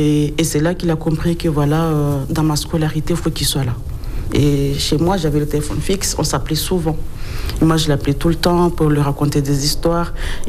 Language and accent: French; Mayotte; born there; Je suis née à Mayotte. Je suis la première fille. On est 11 au total.